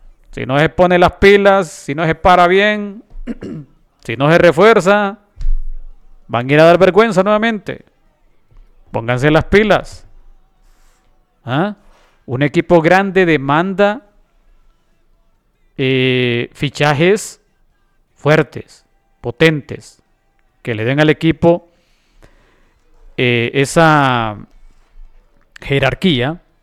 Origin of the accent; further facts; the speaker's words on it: Honduras; yo como hondureño